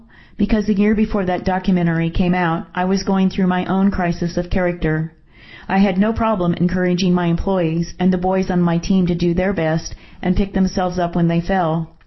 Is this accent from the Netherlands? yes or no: no; Memphis, Tennessee, United States; I grew up in Memphis. I loved the city, but I did not love my childhood.